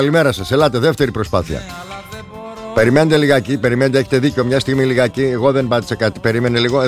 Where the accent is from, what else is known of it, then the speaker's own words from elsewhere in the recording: Greece; Εμείς είμαστε Έλληνες